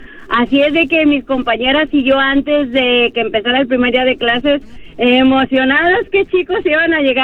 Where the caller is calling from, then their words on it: Los Angeles, California, United States; Les hablo desde Mission Hills.